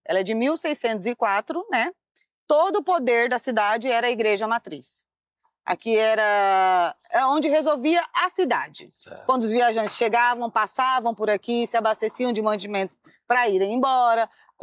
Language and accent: Portuguese; São Sebastião, Brazil; eu sou nascida e criada em São Sebastião, eu vim conhecer a história quando eu vim trabalhar.